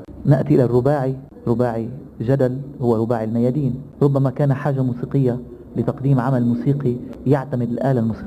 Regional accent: Amchit, Keserwan-Jbeil, Lebanon; also born or lived in Beirut; أنا من قرية ساحلية تقع على ساحل البحر الأبيض المتوسط تدعى عمشيد، وتقع هذه القرية بالقرب من مدينة جبيل الأثرية بيبلوس المعروفة باسم بيبلوس.

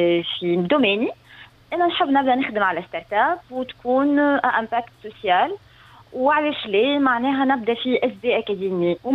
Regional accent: Medenine, Tunisia; أنا قريت في مدنين

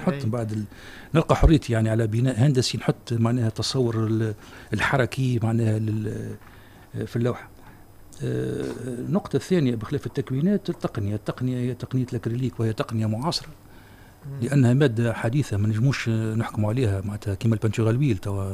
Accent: Tunisia; عندنا في تونس

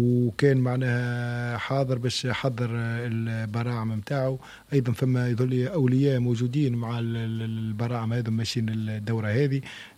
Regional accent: Tunisia

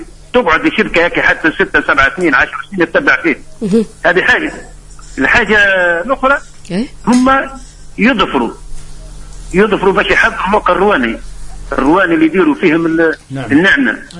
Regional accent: southern Tunisia, Tunisia; بلغتنا احنا في الجنوب

